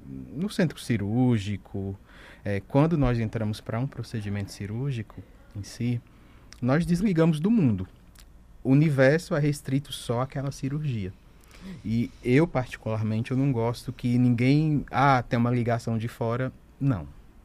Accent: Rio Grande do Norte, Brazil; born there; moved away as an adult; now in Boa Vista, Brazil; Eu nasci no Rio Grande do Norte e hoje eu estou aqui em Roraima.

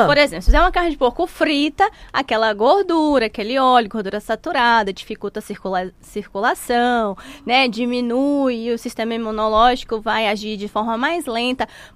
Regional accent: Boa Vista, Roraima, Brazil; moved away; also born or lived in Manaus / São Paulo; eu sou de Boa Vista, né? Fui morar em Manaus e depois fui morar em São Paulo e trabalhei em hospital lá em São Paulo.

